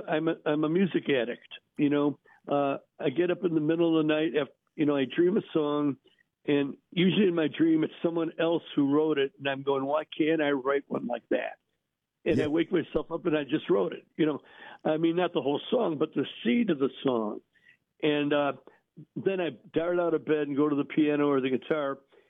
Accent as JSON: {"language": "English", "town": "Berwyn", "region": "Illinois", "country": "United States", "said": "I'm from Berwyn. I have Berwyn roots, which means, you know, a Berwyn bungalow. We weren't poor, but we were very thrifty growing up."}